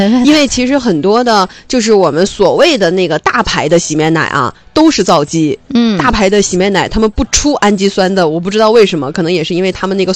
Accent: northern China, China; now in Hainan, China; 自从我们北方人自从来了这个海南之后啊

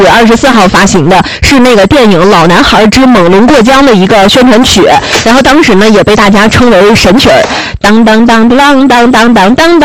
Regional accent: China

